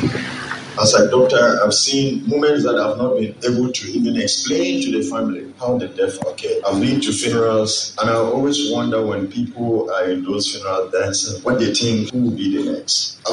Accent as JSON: {"language": "English", "country": "Ghana", "said": "as a doctor too, and as a Ghanaian"}